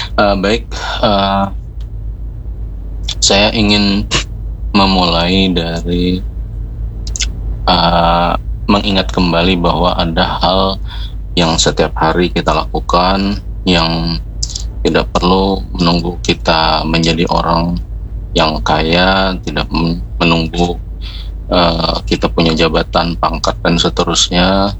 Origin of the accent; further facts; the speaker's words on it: South Kalimantan, Indonesia; kalau kita orang Banjar terutama, ini juga sudah menjadi tradisi bahwa saat makan itu kita seringkali terutama di dalam rumah itu budaya atau tradisi makan bersama ini masih lestari hingga saat ini